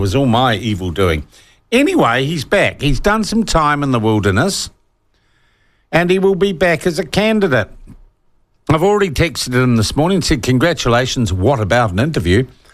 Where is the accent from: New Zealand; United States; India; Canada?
New Zealand